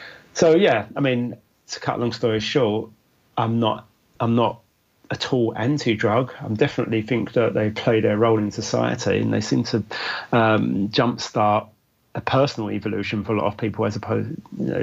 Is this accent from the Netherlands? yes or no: no; London, United Kingdom; I grew up in London, and that's what I know. I know East London, yes. West London, Central London, South London.